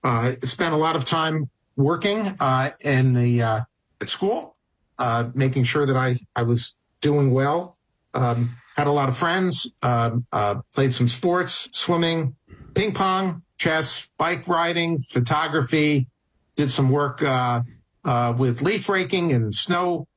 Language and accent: English; Allentown, Pennsylvania, United States; I'm from Allentown, Pennsylvania.